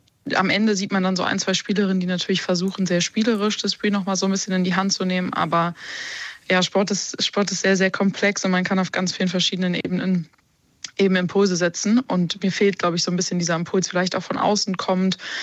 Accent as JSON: {"language": "German", "country": "Germany", "said": "wir als Deutsche"}